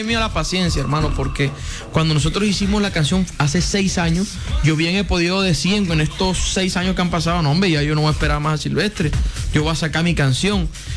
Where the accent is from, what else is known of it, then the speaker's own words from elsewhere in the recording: Valledupar, Cesar, Colombia; also born or lived in Barranquilla; now in Medellín, Colombia; Bueno, yo soy un híbrido. Yo nací en Barranquilla, me crié en Valledupar.